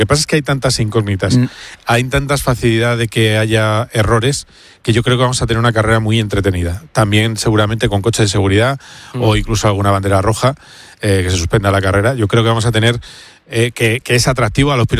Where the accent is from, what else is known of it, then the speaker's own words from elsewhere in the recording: Madrid, Community of Madrid, Spain; yo como madrileño